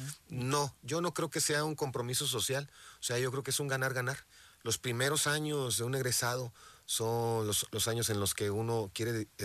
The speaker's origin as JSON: {"language": "Spanish", "region": "Tamaulipas", "country": "Mexico", "said": "Yo también soy de Tamaulipas, compadre."}